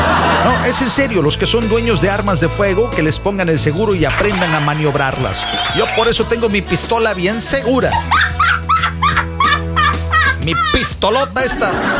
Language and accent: Spanish; Veracruz, Mexico; yo soy de oro, y yo soy jarocho